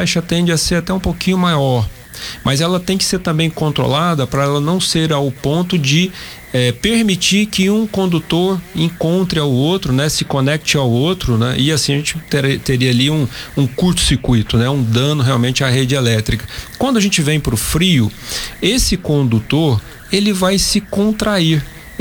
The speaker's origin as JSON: {"language": "Portuguese", "town": "Passos", "region": "Minas Gerais", "country": "Brazil", "tie": "born or raised there", "moved": "yes", "lives_now": "Anápolis, Brazil", "said": "Que é Minas Gerais, né? A região natal, de onde vim."}